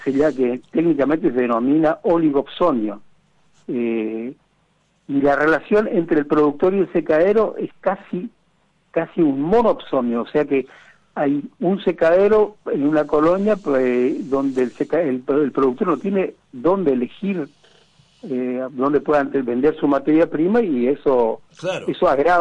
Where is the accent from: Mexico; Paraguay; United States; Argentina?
Argentina; Montecarlo, Misiones; Yo soy de Monte Carlo. Está más o menos a 100 kilómetros de las Cataratas de Iguazú